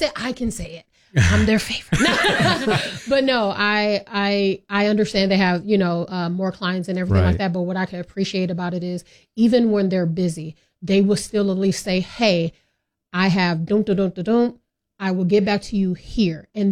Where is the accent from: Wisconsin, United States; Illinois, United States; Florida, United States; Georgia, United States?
Wisconsin, United States; I went to a university back in Wisconsin. I'm originally from Wisconsin.